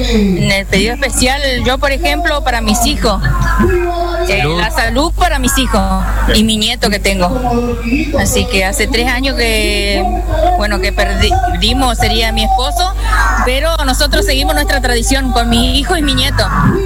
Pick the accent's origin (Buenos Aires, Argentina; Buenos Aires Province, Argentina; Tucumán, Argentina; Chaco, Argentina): Chaco, Argentina; San Bernardo; somos de San Bernardo. Hoy ya hace 20 años que venimos a cumplir con San Pantaleón.